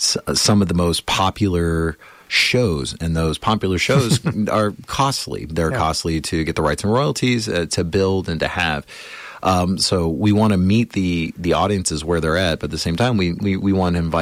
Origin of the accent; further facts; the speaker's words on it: Texas, United States; moved away; I was from Texas, middle of nowhere Texas. You know, my I don't come from money in any way